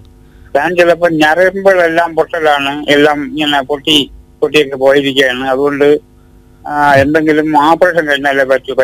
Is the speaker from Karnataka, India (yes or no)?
yes; Karnataka, India; ഞാൻ കർണാടകയിൽ നിന്നാണ്.